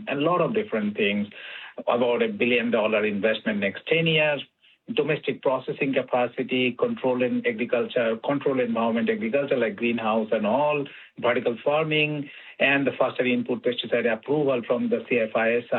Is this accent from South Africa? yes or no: no; Canada; so that we can see, as a Canadian, we feel less stress when we buy food?